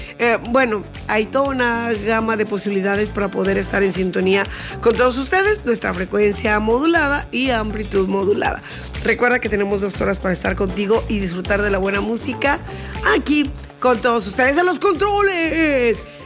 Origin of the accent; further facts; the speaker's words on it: Mexico; como mexicanos somos la cosa más bella del mundo.